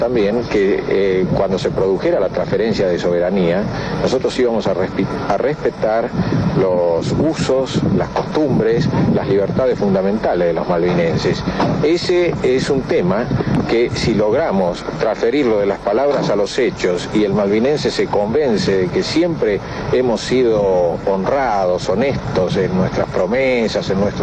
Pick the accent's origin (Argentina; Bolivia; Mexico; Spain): Argentina